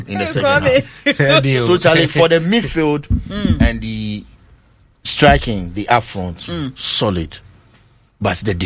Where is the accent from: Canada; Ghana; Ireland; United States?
Ghana; I am Ghanaian.